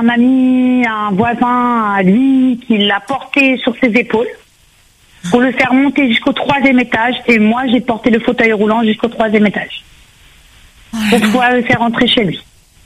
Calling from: Saint-Denis, Réunion; j'habite sur Sainte-Clotilde

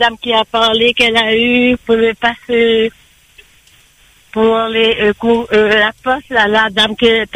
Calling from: Saint-Leu, Réunion; Je vous appelle de Saint-Leu.

